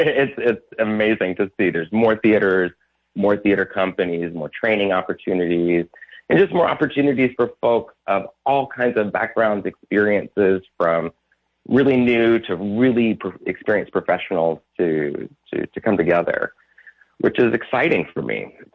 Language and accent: English; Arkansas, United States; moved away; growing up in Central Arkansas